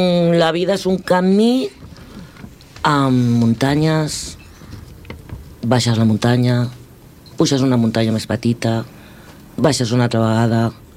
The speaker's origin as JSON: {"language": "Catalan", "region": "Catalonia", "country": "Spain", "said": "Jo aquí, a Catalunya, ho tinc claríssim. Jo aquí, d'aquí no em moc."}